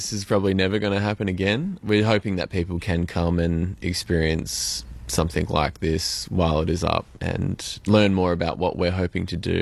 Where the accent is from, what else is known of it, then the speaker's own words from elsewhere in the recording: Perth, Western Australia, Australia; I grew up in Perth, but I've spent a lot of time out in regional communities just through my own photography